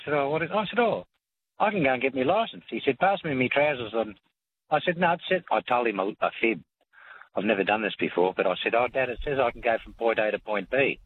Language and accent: English; Balranald, New South Wales, Australia; I was born and raised in Balranald.